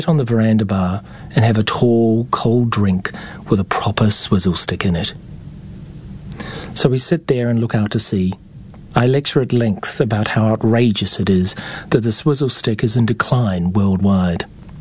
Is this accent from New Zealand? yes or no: yes; New Zealand; now in Australia; As a Kiwi who lives in Australia